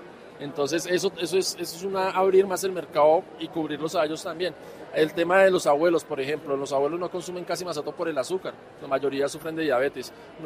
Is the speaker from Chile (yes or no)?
no; Bogotá, Colombia; born there; pero yo soy nacido aquí en Bogotá, amo Bogotá.